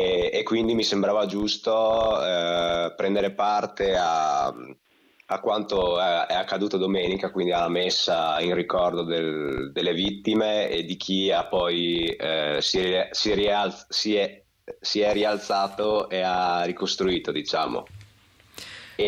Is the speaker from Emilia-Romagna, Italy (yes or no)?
no; Friuli-Venezia Giulia, Italy; essendo friulano e abitando in Friuli